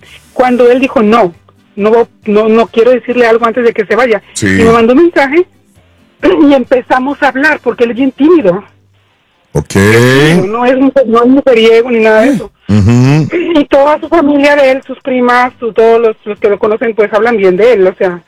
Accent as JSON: {"language": "Spanish", "country": "Honduras", "said": "Perdón, ustedes no sé si sean mexicanos o de dónde sean ustedes, pero yo soy hondureño."}